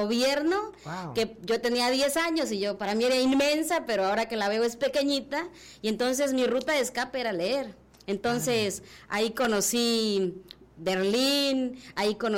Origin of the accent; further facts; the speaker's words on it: Champotón, Campeche, Mexico; Yo soy originaria de Reforma Agraria, Champotón, Campeche.